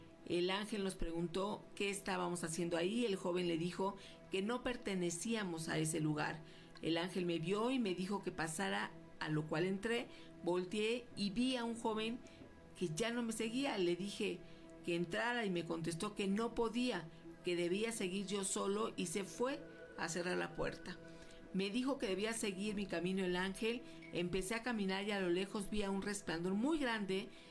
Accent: Jalisco, Mexico

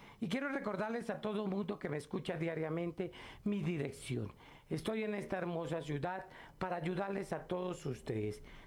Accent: Catemaco, Veracruz, Mexico; como decimos vulgarmente en mi tierra de Catemaco, Veracruz.

